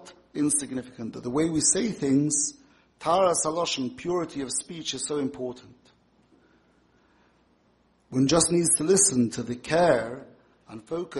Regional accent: Manchester, North West England, United Kingdom; I grew up in Manchester, in England. My grandfather was a Chabad Chosid from Dvinsk. My father was brought up in London between the First and Second World War

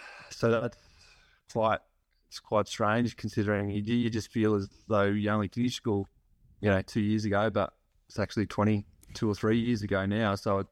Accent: Yarrawonga, Victoria, Australia; Growing up in Yarrawonga, it was a really small country town, especially when I grew up in the 90s, and only, a town of 2,000 people.

